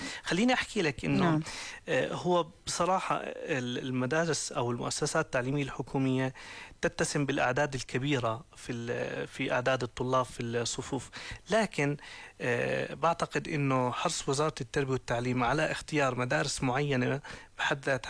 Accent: Jordan; نحن كدولة أردنية

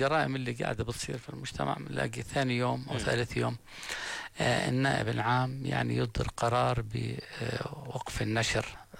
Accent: Jordan; احنا في عندنا بالاردن

